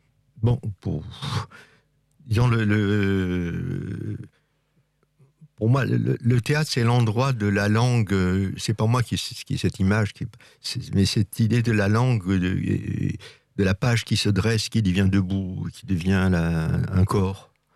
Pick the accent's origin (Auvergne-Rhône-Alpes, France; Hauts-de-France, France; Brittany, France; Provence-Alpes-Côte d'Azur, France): Hauts-de-France, France; Lille; also born or lived in Gers; Je suis né dans le Gers, là-bas. Mes parents étaient réfugiés pendant la guerre. Et donc, mais très vite, on est arrivé à Lille, j'ai vécu au bord du quartier Saint-Sauveur, pour ceux qui connaissent.